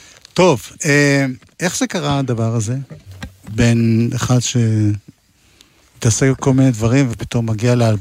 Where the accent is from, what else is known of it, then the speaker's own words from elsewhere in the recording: Jerusalem, Jerusalem District, Israel; אני ירושלמי ואני לא אומר ככה. אני גם לא אומר מעתיים.